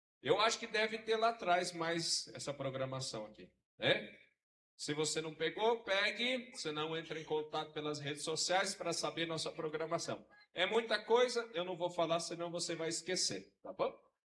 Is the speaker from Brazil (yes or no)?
yes; Brazil; nós somos brasileiros